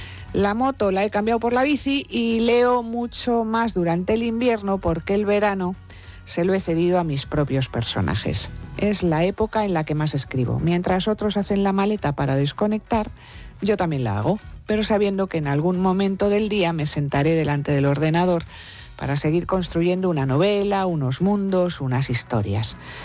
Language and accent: Spanish; Madrid, Community of Madrid, Spain; soy madrileña, completamente madrileña. Soy de Madrid hasta cuando me callo.